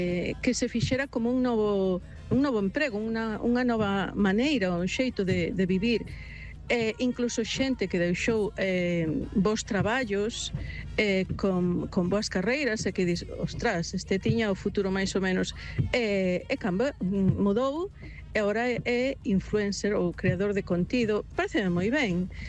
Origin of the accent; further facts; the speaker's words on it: Lugo, Galicia, Spain; eu son de Lugo, pois falo dos Xocas